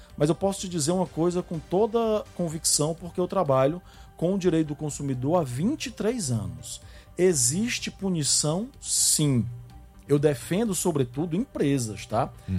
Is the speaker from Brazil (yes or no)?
yes; Brazil; nós, como brasileiros